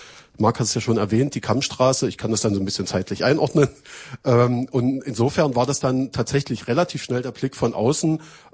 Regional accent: Halle, Saxony-Anhalt, Germany; Ich bin in der Altstadt aufgewachsen, habe dann dummerweise eine Zeit lang auf der Silberhöhe leben müssen. Also ich weiß, was Wohnen im Neubaublock heißt.

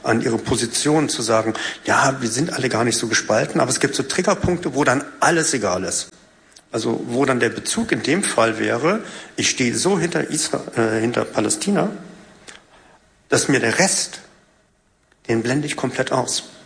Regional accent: Germany; als Deutscher in zweiter, dritter Generation

